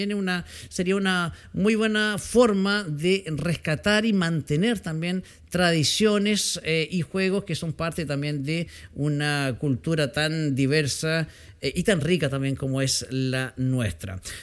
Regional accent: Chile; cuando septiembre llega, todos somos rotos chilenos.

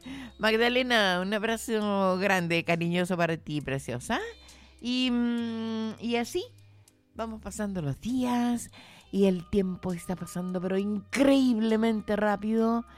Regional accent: Santa Cruz, O'Higgins, Chile; now in San Fernando, Chile; Yo fui nacida en Santa Cruz. Eso mismo. Gracias, compañero, compañerito. Oriunda de Santa Cruz. Un abrazo grande, cariñoso para mi ciudad natal y mi ciudad adoptiva, digo, San Fernando.

